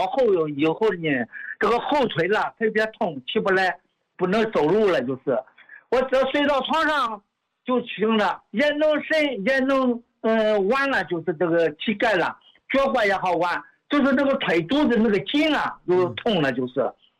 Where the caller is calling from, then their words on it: Ningbo, Zhejiang, China; 我在宁波。